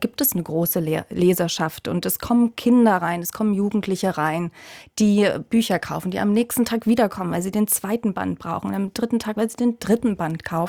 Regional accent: Dresden, Saxony, Germany; now in Berlin, Germany; ich komme aus Dresden ursprünglich.

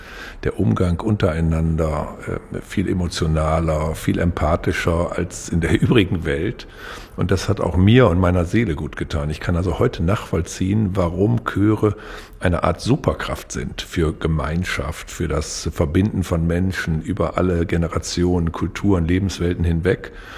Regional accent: Northern Germany, Germany; Das muss ich als Norddeutscher inzwischen konstatieren.

